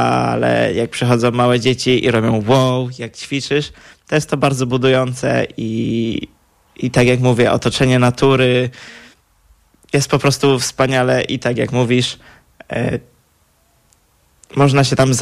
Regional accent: Poznań, Greater Poland Voivodeship, Poland; Tak, jestem z Poznania.

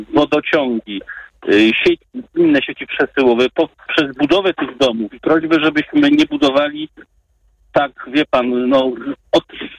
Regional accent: Wrocław, Lower Silesian Voivodeship, Poland; born there; moved away as an adult; now in near Wrocław, Poland; Ja przedstawiłem się państwu jako osoba z Podwrocławia, ale jestem z urodzenia wrocławianinem, uciekłem z tej metropolii właśnie do mniejszego, do tak zwanego Warzanka

